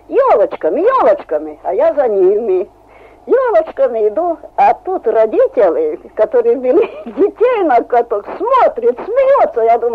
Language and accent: Russian; Hungary; Russian is a second language; now in Soviet Union; я плохо говорю по-русски, потому что я из Венгрии. Я приехала в Советский Союз в 36-м году.